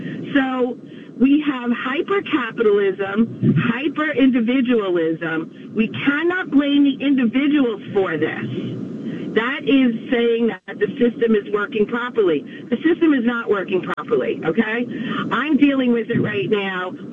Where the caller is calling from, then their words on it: Bergen County, New Jersey, United States; from Bergen County.